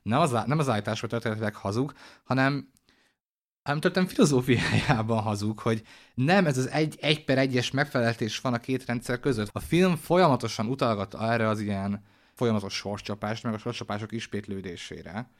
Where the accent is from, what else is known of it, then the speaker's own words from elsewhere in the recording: Hungary; Itt érzem maga, hát igazából sértve magyarként, úgyhogy ennek a társadalomnak a tagja vagyok